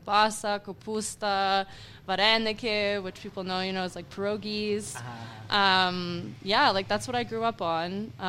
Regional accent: Ukraine; accent: Canadian; by my accent, you can't really tell that I'm Ukrainian because I still have this North American, Canadian. I don't know. Everyone always thinks I'm American, but yeah, I have this Canadian accent.

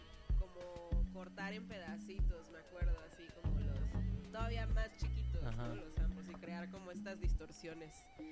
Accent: Villahermosa, Tabasco, Mexico; yo soy de Tabasco, crecí en Villahermosa

